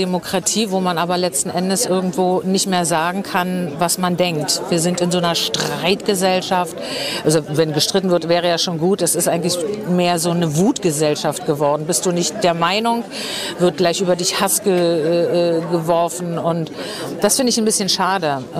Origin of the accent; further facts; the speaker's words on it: East Germany, Germany; Ich bin ein Kind der DDR.